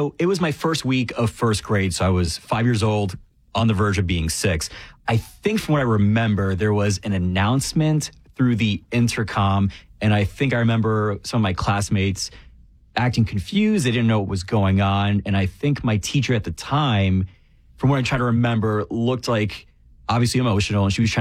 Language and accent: English; New Jersey, United States; So I was in North Jersey, born and raised, back in elementary school.